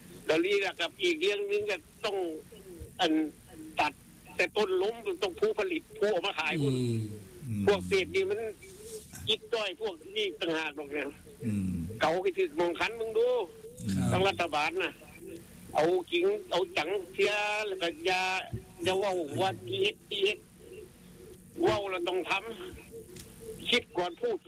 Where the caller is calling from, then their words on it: Chaiyaphum, Thailand; มาจากชัยภูมิครับ